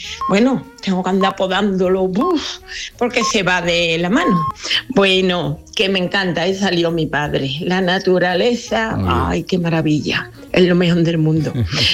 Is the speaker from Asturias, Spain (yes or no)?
no; Dos Hermanas, Andalusia, Spain